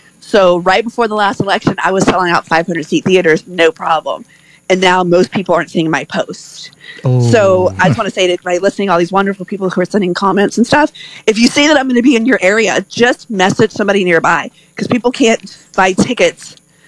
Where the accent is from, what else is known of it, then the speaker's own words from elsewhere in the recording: Louisiana, United States; Okay, I am swamp trash from Louisiana.